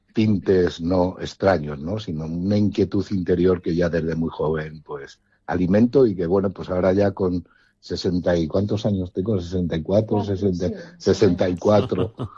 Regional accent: Spain; born or raised there; also born or lived in Cuenca

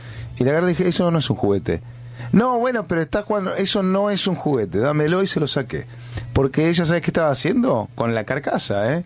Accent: Argentina; No es qué tontos que somos, no, los argentinos.

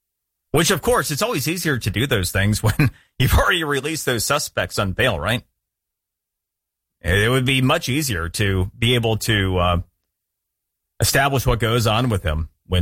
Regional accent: Florida, United States; than it is, say, in my home state of Florida?

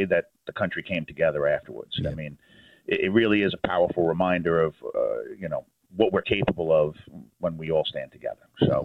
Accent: New York, United States; And before we get started, if I can, as a New Yorker

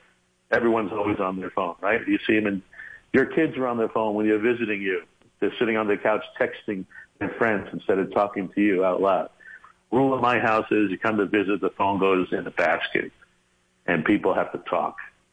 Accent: Brentwood, New York, United States; also born or lived in San Antonio, Texas; I was born in San Antonio, Texas, when my father was in the service, and lived there on Randolph Air Force Base for a year, then back to my parents' roots in New York. They were both born in Brooklyn. Lived on Brentwood, Long Island

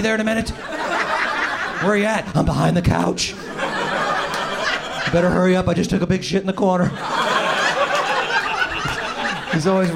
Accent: Atlanta, Georgia, United States; I'm from Atlanta, so my football season was over many, many, many, many weeks ago.

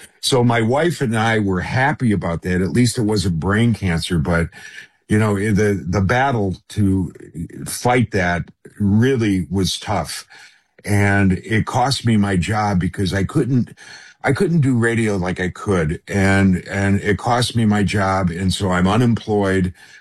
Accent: Michigan, United States; born there; This is where I was born in Michigan, and I went to a college over on the west side in Grand Valley, in just outside Grand Rapids, Michigan.

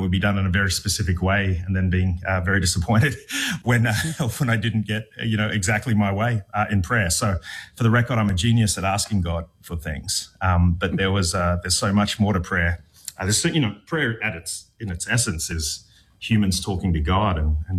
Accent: Australia; now in United States; as an Australian who lives in the States

